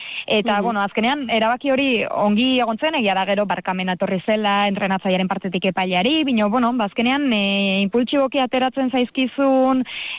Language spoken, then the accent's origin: Basque; Lesaka, Navarre, Spain; baino nire herrian, Lesakan oroitzen naiz